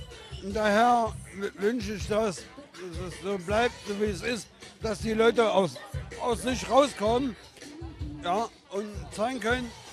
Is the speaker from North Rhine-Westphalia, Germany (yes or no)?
no; Oschersleben, Saxony-Anhalt, Germany; Ja, ich komme aus eigentlich aus Sachsen-Anhalt, aus Oschersheim, aber ich wohne nicht hier.